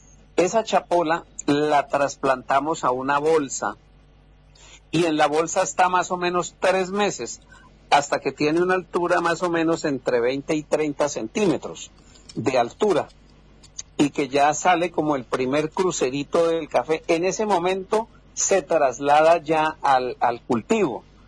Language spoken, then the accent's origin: Spanish; Pitalito, Huila, Colombia; la región de donde soy yo, que es Bruselas, que es un corregimiento que pertenece a Pitalito y es la zona cafetera por excelencia.